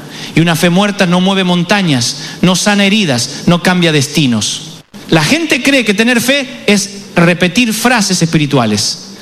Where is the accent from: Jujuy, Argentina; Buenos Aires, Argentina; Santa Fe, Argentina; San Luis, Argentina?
Buenos Aires, Argentina; cuando era chico, allá en Buenos Aires